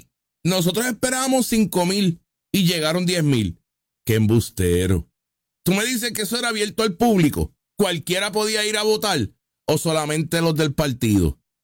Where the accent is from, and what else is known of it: Puerto Rico